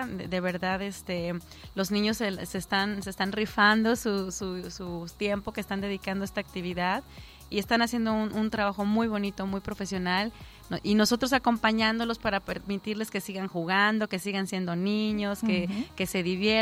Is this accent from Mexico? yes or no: yes; Colima, Mexico